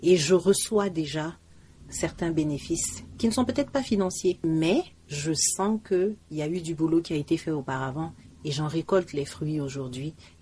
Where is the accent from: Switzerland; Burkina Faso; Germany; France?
Burkina Faso; now in Togo; En tant que Burkinabé résident au Togo